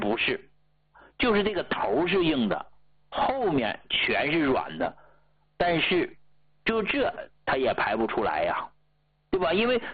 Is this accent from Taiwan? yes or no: no; Hegang, Heilongjiang, China; moved away; 我老家呀是黑龙江鹤岗的